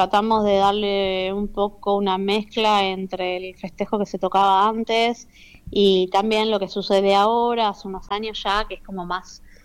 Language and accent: Spanish; Argentina; Yo soy argentina y bueno, y una sonoridad un poco distinta.